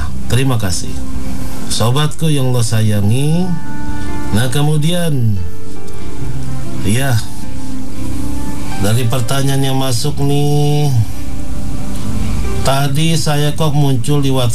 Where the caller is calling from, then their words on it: Pandeglang, Banten, Indonesia; Pak Ustadz, saya dari Pandeglang.